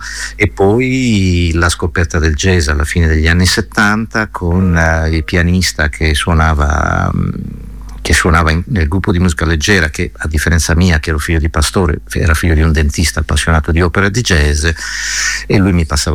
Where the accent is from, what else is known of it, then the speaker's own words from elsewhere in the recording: Berchidda, Sardinia, Italy; Ma intanto io vengo dalla Sardegna, ma insomma ormai questo è risaputo, da un piccolo paesino che si chiama Berchidda, provincia di Sassari, al confine tra il Logudoro e la Gallura, figlio di pastori e di contadini